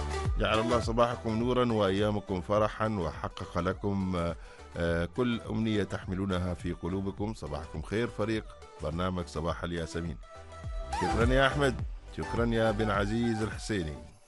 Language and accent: Arabic; Oman; اللهم احفظ بلادنا سلطنة عمان